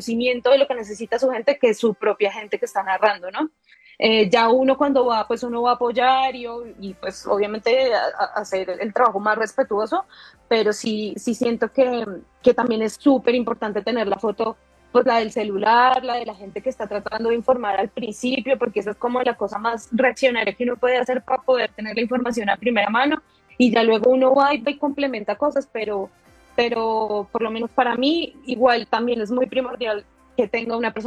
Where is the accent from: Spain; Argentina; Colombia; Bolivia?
Colombia; Bogotá; yo, por lo menos yo soy de Bogotá